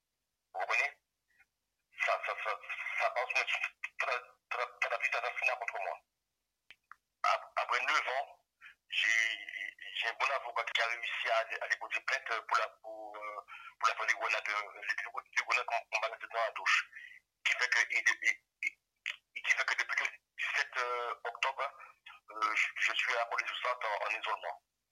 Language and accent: French; Guadeloupe; sachez une chose, moi je suis un Guadeloupéen.